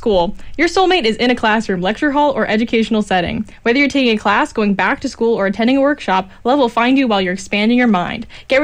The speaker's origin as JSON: {"language": "English", "town": "Dayton", "region": "Ohio", "country": "United States", "said": "I'm from the Dayton area."}